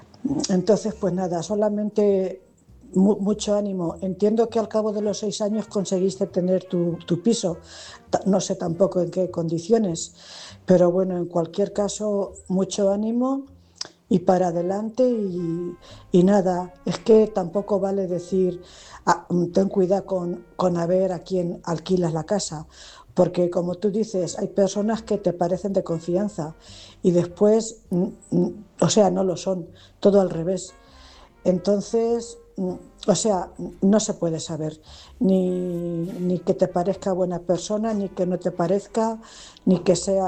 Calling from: Cuenca, Castilla-La Mancha, Spain; de Cuenca.

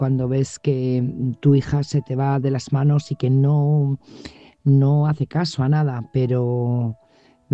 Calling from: Burgos, Castile and León, Spain; corresponsal de Burgos.

